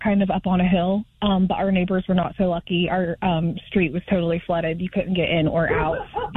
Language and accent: English; Ravenswood, West Virginia, United States; Sean's from French Creek, and I'm from Ravenswood.